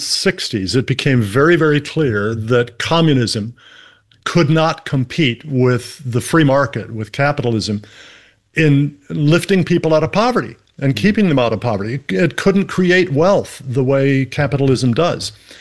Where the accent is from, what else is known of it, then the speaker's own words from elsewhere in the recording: United States; from my perspective as an American, we live in a very wealthy country.